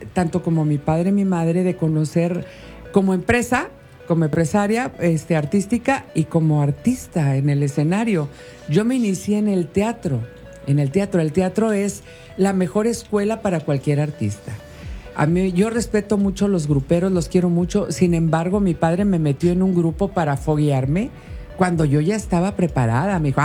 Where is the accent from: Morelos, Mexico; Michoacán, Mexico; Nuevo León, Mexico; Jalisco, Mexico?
Nuevo León, Mexico; Monterrey; Soy regia